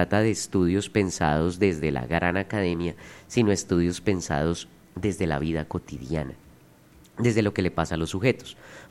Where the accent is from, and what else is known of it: Colombia